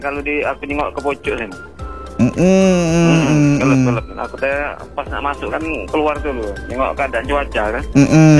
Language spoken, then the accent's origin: Indonesian; South Sumatra, Indonesia; moved away; arah ke dusun aku tadi lah itu kan dusun Pemulutan kan lo. Tapi kecamatan tuh Siko.